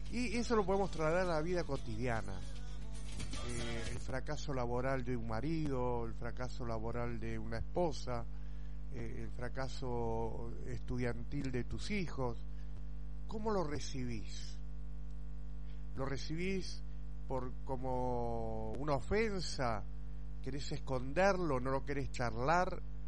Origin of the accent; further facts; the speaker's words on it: Argentina; duele nuestra apatía como argentinos.